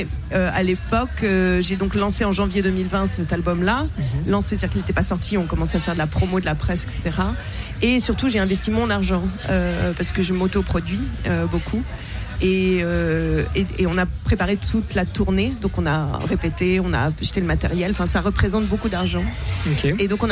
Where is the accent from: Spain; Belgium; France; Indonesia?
France; born there; moved away as an adult; also born or lived in London; now in Paris, France; je suis née en France, mais en fait à 20 ans, qui a besoin de tournage, je suis partie parce qu'à l'époque il n'y avait pas le Brexit en Angleterre, et j'ai pris mes valises et des instruments, et on est parti à deux avec … voiture à Londres, et on y a vécu 13 ans.